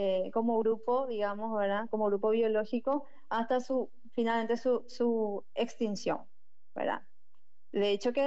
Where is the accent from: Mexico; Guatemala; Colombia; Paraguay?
Paraguay; Como paraguayos somos absolutamente capaces de investigar